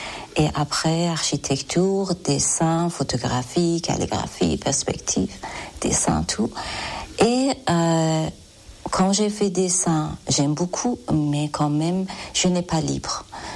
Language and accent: French; Iran; French is a second language; moved away as an adult; now in France; Je suis iranienne, nationalité iranienne, mais quelques années que j'habite en France.